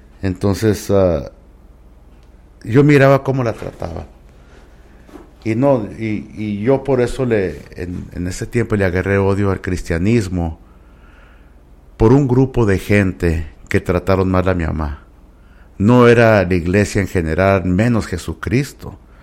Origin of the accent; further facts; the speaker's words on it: United States; No, yo nací aquí en los Estados Unidos.